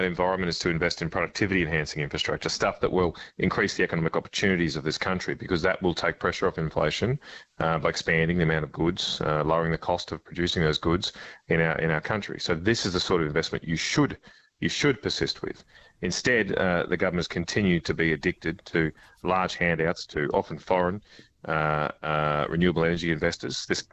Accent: Queensland, Australia; I'll tell you, you know, the New South Wales radio station, I'll say as a Queenslander, I'd never give up.

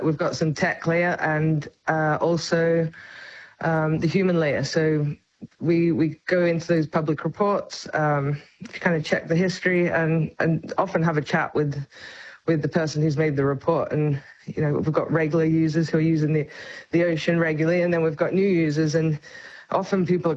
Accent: Western Australia, Australia; I grew up in Western Australia, so definitely that's where I've seen the most sharks.

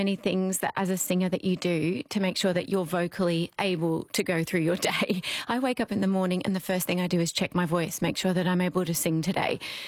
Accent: Australia; So when I was touring in Poland as an Australian, people would ask me, you know, what's your name?

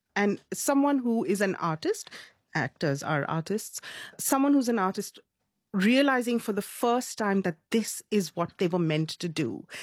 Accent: India; Growing up in India, we had a very different 80s

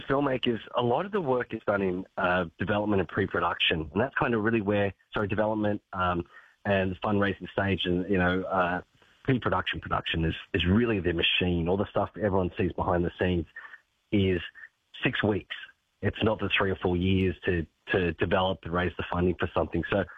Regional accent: Australia; Well, it's I think, you know, as an Australian citizen, you've always got to look at all these as a greater picture.

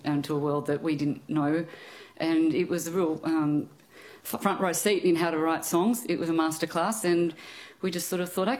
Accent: Australia; Our culture growing up in Australia in the 70s is something that I really like

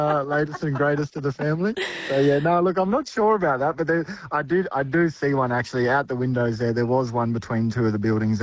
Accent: Katherine, Northern Territory, Australia; my hometown.

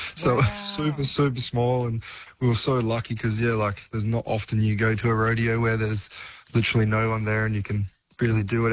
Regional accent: Queensland, Australia; also born or lived in Bundaberg / Brisbane / Sydney; So I was born in Bundaberg, Queensland.

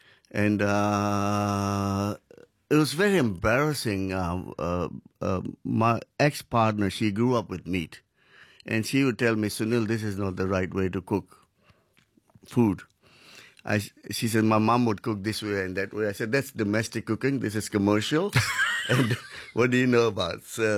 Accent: India; now in Newcastle, Australia; Being Indian

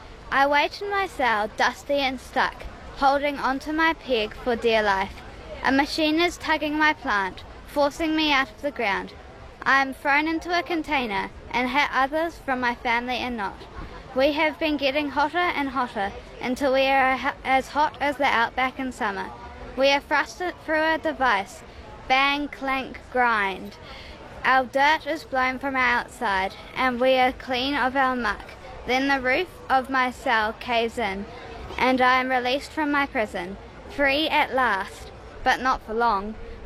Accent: Auckland, New Zealand; I'm from Auckland.

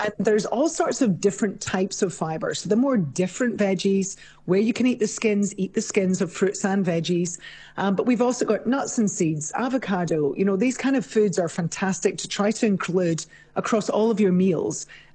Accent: Scotland, United Kingdom; I'm Scottish originally, of course, so I grew up eating oats.

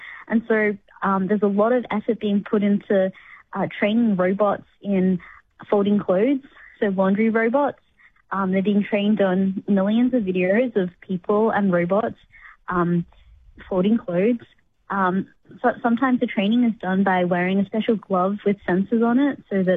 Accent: Cairns, Queensland, Australia; moved away as an adult; now in San Francisco, United States; when I was growing up in Cairns, far north Queensland

